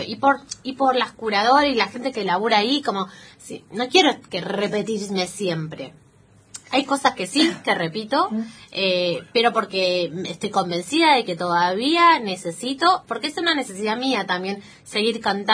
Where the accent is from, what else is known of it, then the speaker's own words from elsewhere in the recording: Bahía Blanca, Buenos Aires Province, Argentina; moved away as an adult; now in Buenos Aires, Argentina; yo soy de Bahía Blanca, y me fui a estudiar a Buenos Aires, y quedé en Buenos Aires